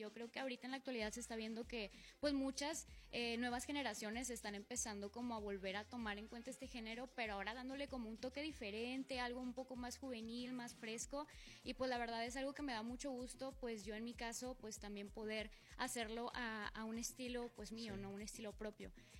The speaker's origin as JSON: {"language": "Spanish", "town": "Apodaca", "region": "Nuevo León", "country": "Mexico", "tie": "born or raised there", "said": "Soy de aquí de Monterrey, ahí de Apodaca."}